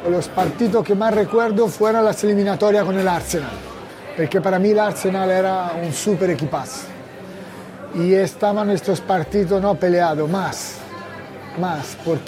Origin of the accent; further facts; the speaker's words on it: Italy; now in Valencia, Spain; y mira que soy italiano, que creo que me he sentido más valenciano que muchos de aquí.